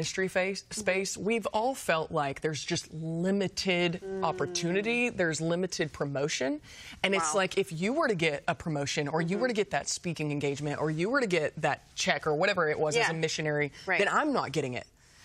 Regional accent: Texas, United States; I was raised in Texas.

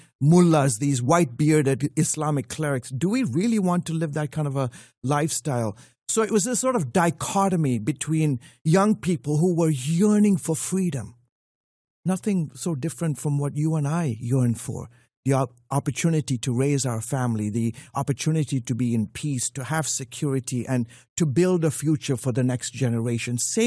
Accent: Dar es Salaam, Tanzania; born there; also born or lived in southern Africa; So having been raised on the African continent, so my ethnicity is Indian, but I was born in Africa. I was born in Dar es Salaam, Tanzania, and then I lived in the southern part of Africa.

